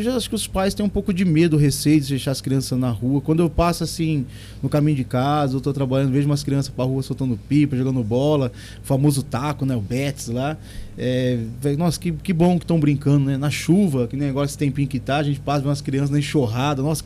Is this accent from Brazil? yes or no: yes; Monte Alto, São Paulo, Brazil; eu nasci aqui em Monte Alto mesmo, né? Eu sou daqui montealtense, de corpo e alma e coração. E já são 43 anos já.